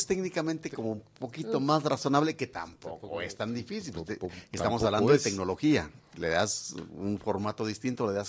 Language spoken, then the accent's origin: Spanish; Guatemala; así como somos la sociedad guatemalteca